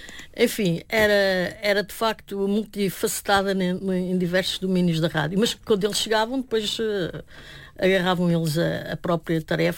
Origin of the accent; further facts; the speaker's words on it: Alentejo, Portugal; eu sou alentejana e também passo algum tempo da minha vida lá pelo Alentejo.